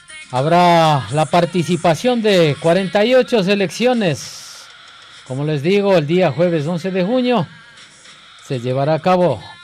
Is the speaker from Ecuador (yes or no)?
yes; Ecuador; ese es nuestro anhelo como ecuatorianos que somos